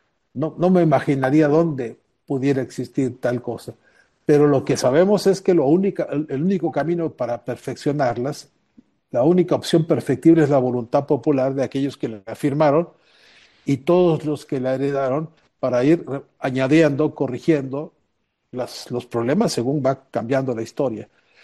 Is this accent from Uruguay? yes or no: no; Mexico; nuestra identidad como mexicanos